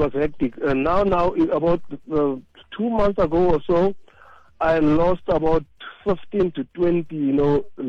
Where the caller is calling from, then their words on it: Kimberley, Northern Cape, South Africa; From Kimberley, Northern Cape.